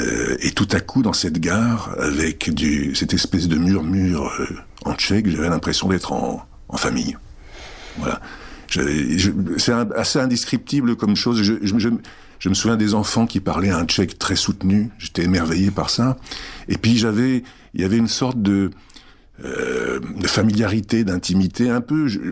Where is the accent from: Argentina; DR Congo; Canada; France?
France; born there; first language Czech; French is a second language; also born or lived in Czechoslovakia; à la maison, on parlait tchèque, donc il y avait d'abord la langue, qui était ma langue maternelle. Moi, je suis donc arrivé en France, j'avais un an et demi.